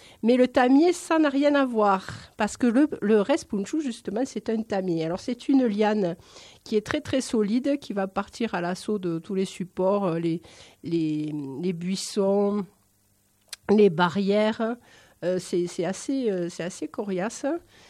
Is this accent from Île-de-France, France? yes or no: no; Nîmes, Occitanie, France; born there; Alors moi qui viens du midi, pas du midi moins le quart, je suis née à Nîmes pour tout vous dire.